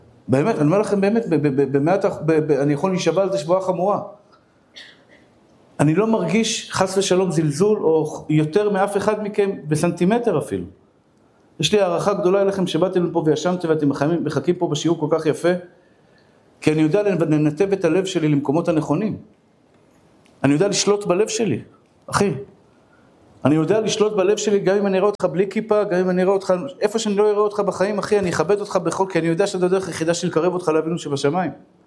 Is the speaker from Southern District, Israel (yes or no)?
no; Bnei Brak, Tel Aviv District, Israel; אני דוס מבני ברק, אני חרדי.